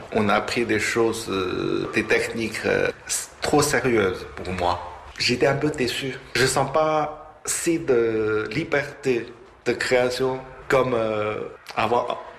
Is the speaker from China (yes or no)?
yes; China; born there; French is a second language; Mais je suis né au nord de la Chine, au plein de montagnes, au milieu de la nature.